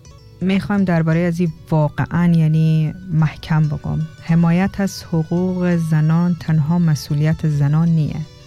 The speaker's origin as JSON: {"language": "Persian", "country": "Afghanistan", "said": "یک دفعه بیایم بگیم ما هم میگی از افغانستان هستیم"}